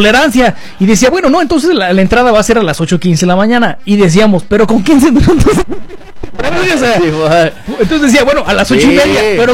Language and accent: Spanish; Mexico; Somos muy mexicanos